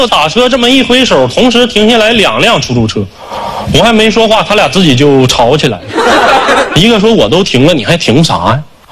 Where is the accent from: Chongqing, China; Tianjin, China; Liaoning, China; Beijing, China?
Liaoning, China; Fushun; born there; 我是一个东北人，我出生在东北的一个小县城抚顺。我觉得出生在小城市，你就很难介绍自己。别人问我家在哪儿，我说辽宁。他说辽宁哪儿？我说抚顺。